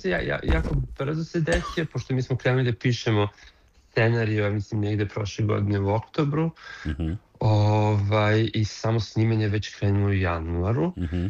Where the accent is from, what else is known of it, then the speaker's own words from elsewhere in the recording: Serbia; now in Berlin, Germany; pošto ja sam iz Srbije, hoda iz Irana, ali mi se znamo iz Berlina, pošto ja živim u Berlinu već 10 godina